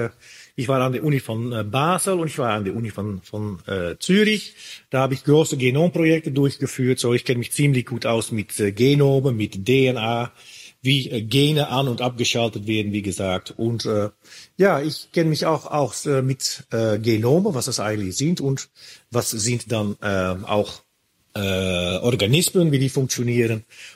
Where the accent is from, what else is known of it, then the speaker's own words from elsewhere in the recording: Netherlands; moved away as an adult; also born or lived in Sydney, Australia / Switzerland; ich bin Biologe, ich bin Molekularbiologe. Ursprünglich komme ich aus Holland, in Niederlande eigentlich, da habe ich auch studiert, da habe ich meine Promotionsforschungen gemacht.